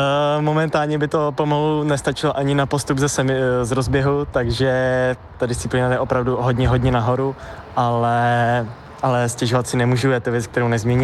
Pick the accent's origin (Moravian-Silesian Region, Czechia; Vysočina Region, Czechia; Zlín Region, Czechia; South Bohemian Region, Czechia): South Bohemian Region, Czechia; České Budějovice; Já jsem z Českých Bojovic, Luje z Tábora